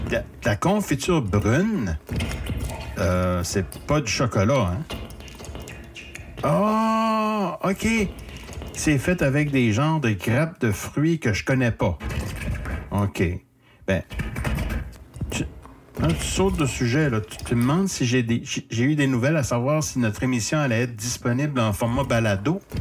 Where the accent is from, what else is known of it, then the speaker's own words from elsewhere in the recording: Shippagan, New Brunswick, Canada; Oui, Chipagan, c'est ma ville natale. La péninsule acadienne, elle est située dans le nord-est du Nouveau-Brunswick.